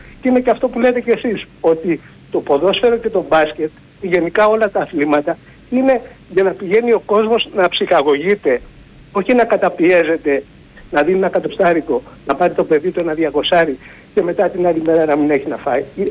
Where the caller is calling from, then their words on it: Aigaleo, Attica, Greece; είμαι από Εγάλεο.